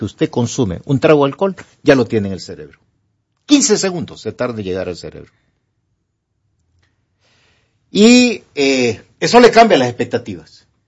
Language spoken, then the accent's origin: Spanish; Honduras; yo no me fui de aquí, me dieron oportunidad de irme, pero yo no me quise ir por el amor a mi familia. ¿Y por qué me siento bien estar en mi país?